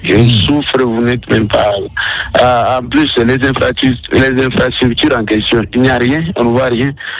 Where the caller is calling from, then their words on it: Katanga, DR Congo; je vis au Katanga où il y a beaucoup de minerais.